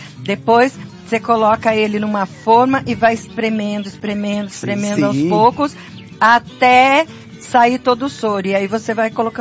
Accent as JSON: {"language": "Portuguese", "region": "Paraná", "country": "Brazil", "tie": "born or raised there", "said": "Sabia que quando eu era criança pequena lá no Paraná, eu fazia queijo?"}